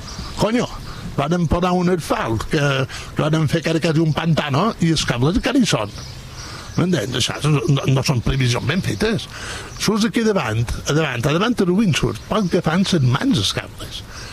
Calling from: Mallorca, Balearic Islands, Spain

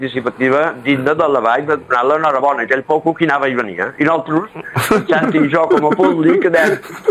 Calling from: Menorca, Balearic Islands, Spain; el que ens identifica un poc com a menorquins

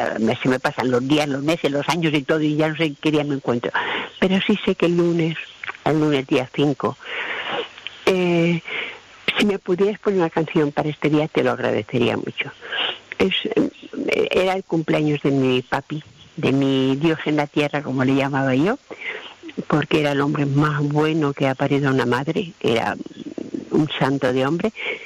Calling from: Palma, Balearic Islands, Spain; de Palma.

